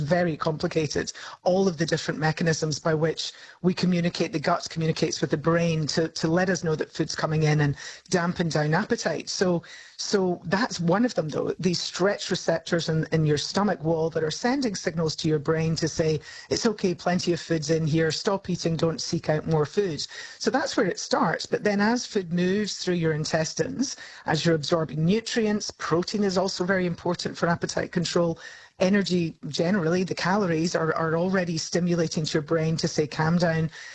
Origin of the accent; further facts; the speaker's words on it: Scotland, United Kingdom; I love saying porridge is so good as a Scot.